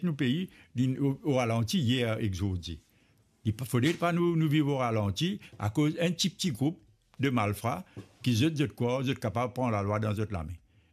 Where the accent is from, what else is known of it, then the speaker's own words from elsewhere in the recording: Mauritius; Nous sommes de la Terre Maurice, et la Terre Maurice, c'est un pays.